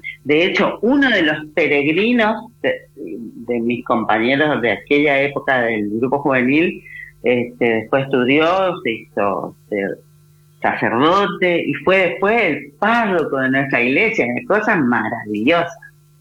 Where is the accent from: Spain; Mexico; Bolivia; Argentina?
Argentina; Mercedes, Corrientes; moved away; en mi pueblo, en nuestra tierra natal, Mercedes Corrientes